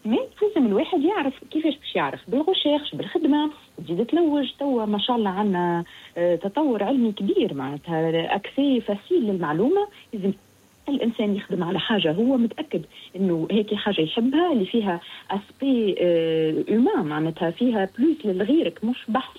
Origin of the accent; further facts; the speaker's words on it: Tunisia; اللي عندنا في تونس